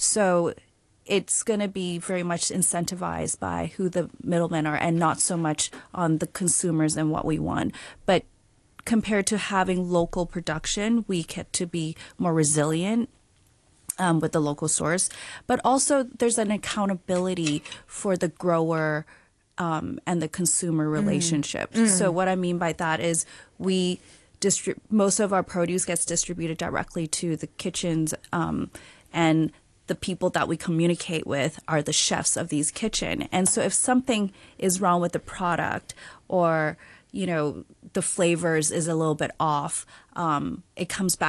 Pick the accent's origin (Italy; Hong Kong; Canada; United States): Hong Kong; also born or lived in Shanghai; I mean, I grew up partly in Hong Kong and in Shanghai.